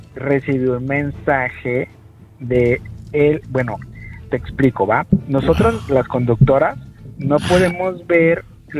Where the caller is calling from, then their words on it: Tuxtla Gutiérrez, Chiapas, Mexico; aquí en Tuxtla, pues escuchamos pues su programa.